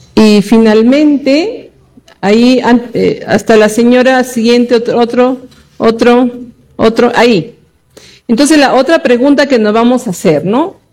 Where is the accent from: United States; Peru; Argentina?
Peru; Orgullosos de ser peruanos, ¿no? Somos blancos, somos morenitos, trigueñitos, negritos, ¿no? Pero todos somos peruanos.